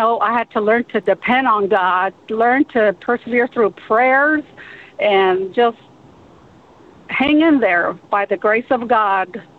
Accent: United States; As a child growing up on the Navajo Reservation, I was, you know, I was in this little bubble that I only knew nature, the skies, the stars, the rain, the moon

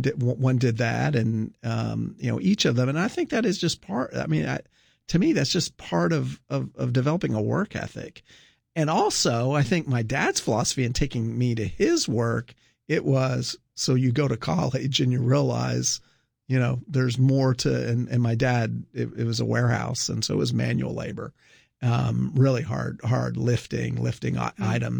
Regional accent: Scotland, United Kingdom; I'm not going to defend the French. I'm Scottish. I just declared my allegiance.

